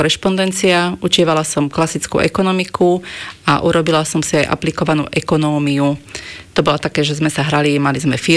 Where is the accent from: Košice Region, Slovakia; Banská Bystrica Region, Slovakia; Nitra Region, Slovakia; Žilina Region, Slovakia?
Banská Bystrica Region, Slovakia; pochádzam z Horehronia. Tam bola v podstate veľká nezamestnanosť, všetky podniky boli pozatvárané